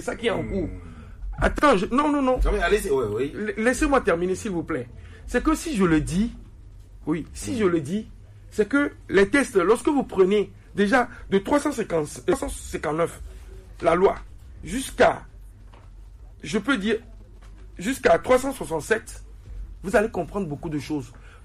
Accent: Togo; Parce que ce que les gens sont en train de dire, nous connaissons, nous sommes des Togolais.

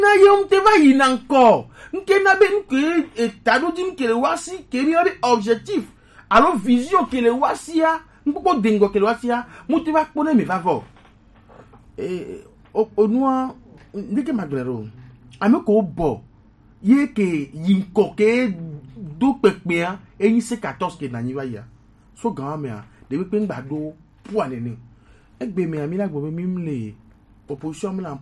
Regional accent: Togo; born there; je suis né au Togo je suis désolé de le dire il faut avoir le courage de le dire

